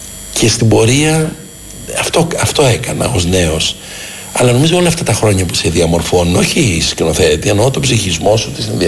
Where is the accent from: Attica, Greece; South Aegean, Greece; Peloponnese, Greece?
Attica, Greece; Athens; Όταν ήμουν πολύ μικρό παιδάκι, έμεινα δίπλα σε ένα γήπεδο. Εκεί γεννήθηκα, στα Ηλίσια, στο γήπεδο ποδοσφαίρου του Ηλισιακού.